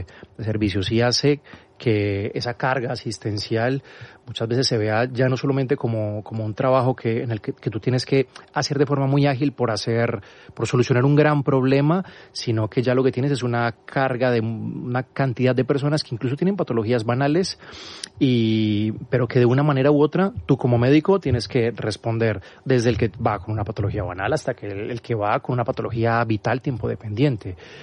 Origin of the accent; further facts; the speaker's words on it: Colombia; moved away as an adult; sobre un contraste de cómo lo trabajé en Colombia, porque yo fui médico de urgencias por 5 años en mi país.